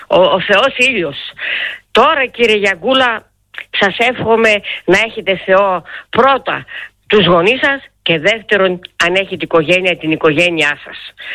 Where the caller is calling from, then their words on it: Greece; είμαι από τα Γλαδοχώρη.